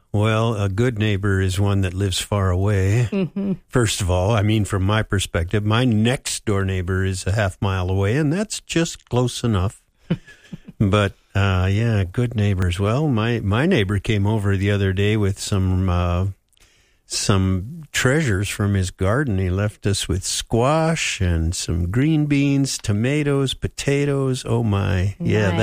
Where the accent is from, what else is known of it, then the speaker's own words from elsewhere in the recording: Minnesota, United States; And of course, I'm from Minnesota and bitter.